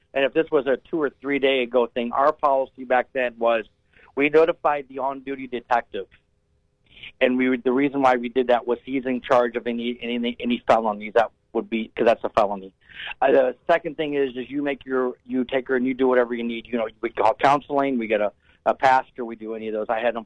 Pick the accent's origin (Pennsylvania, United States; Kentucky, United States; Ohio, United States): Ohio, United States; North Canton; I mean, I go where I grew up in North Canton.